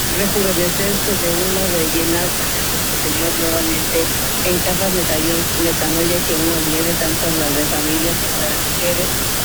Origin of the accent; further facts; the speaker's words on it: San Diego, California, United States; Soy de San Diego, voy a la parroquia del Cuerpo de Cristo, Corpus Christi, algunas veces a Santa Rosa de Lima